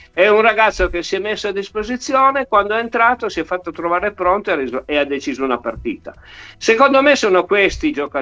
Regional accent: Turin, Piedmont, Italy; Io torinese come sono e tu mi conosci, permettimi che questa sera vado non solo a letto tranquillo, certo, e sereno, ma vado a letto contento, contento come le nespole. Noi in piemontese diciamo

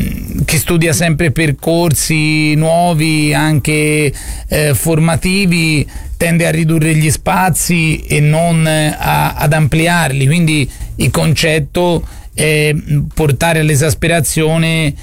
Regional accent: Florence, Tuscany, Italy; per noi la città più importante al mondo, oltretutto perché siamo fiorentini

